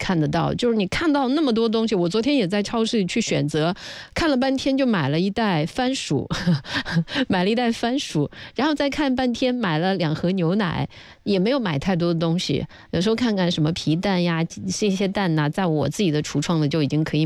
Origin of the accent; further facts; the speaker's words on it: Zhejiang, China; 咱们浙江人